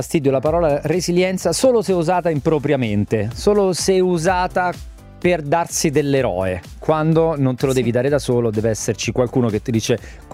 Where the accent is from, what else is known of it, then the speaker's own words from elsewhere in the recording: Rome, Lazio, Italy; Comunque posso dire una cosa, da romano chiaramente, se volessi saprei parlare, saprei far riconoscere a chiunque che sono di Roma.